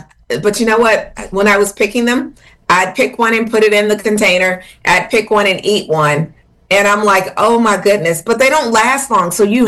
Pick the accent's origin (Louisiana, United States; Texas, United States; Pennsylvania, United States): Louisiana, United States; also born or lived in California; So although I was born in Louisiana, I also grew up in California for a while and then came back to Louisiana.